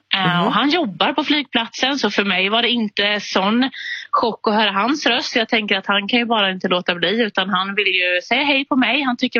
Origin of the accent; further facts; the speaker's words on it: Småland, Sweden; jag är från Småland